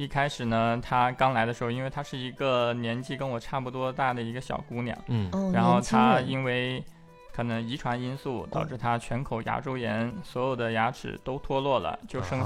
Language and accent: Chinese; Wuhan, Hubei, China; moved away as an adult; now in Dongguan, China; 然后中途其实还回过我们老家湖北武汉，